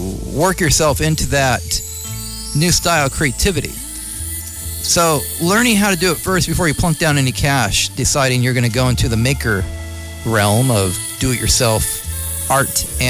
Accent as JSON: {"language": "English", "town": "Napa", "region": "California", "country": "United States", "said": "I'm from Napa. I'm from Napa Valley, and they're going to have open studios all around Napa Valley."}